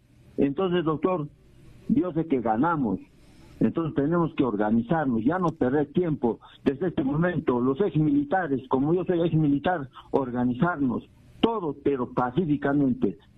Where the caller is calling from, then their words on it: Ayaviri, Puno, Peru; Señor Antonio, de la región Puno, del lado de Ayaviri.